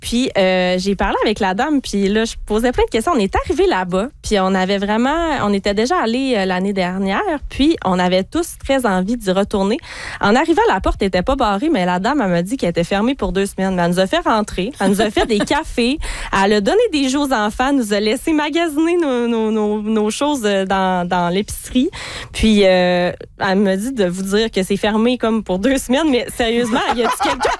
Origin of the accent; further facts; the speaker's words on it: Quebec, Canada; now in Saguenay–Lac-Saint-Jean, Canada; Moi, je viens de la Côte-Nord.